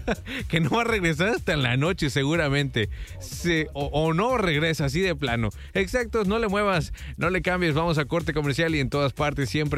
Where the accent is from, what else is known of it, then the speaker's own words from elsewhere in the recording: Mexico; porque todo el mundo somos mexicanos, al menos la mayoría de las que estamos escuchando